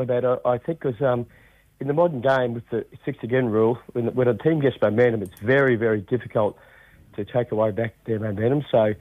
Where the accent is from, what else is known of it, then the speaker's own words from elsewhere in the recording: Queensland, Australia; I'm going to go to the Dolphins because I'm a Queenslander, so I go to the Dolphins.